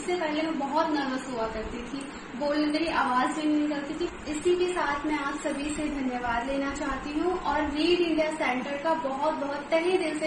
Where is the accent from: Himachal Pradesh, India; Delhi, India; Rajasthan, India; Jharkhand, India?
Delhi, India; नमस्कार दोस्तों … और मैं दिल्ली से हूँ।